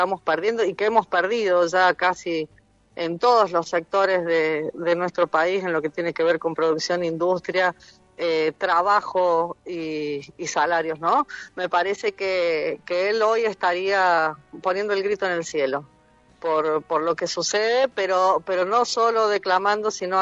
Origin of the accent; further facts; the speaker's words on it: Argentina; siendo primero argentinos y argentinas.